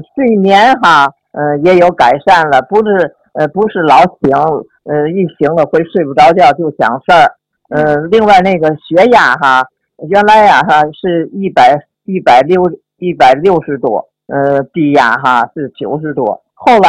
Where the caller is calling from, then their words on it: Tianjin, China; 我是天津的，河北区，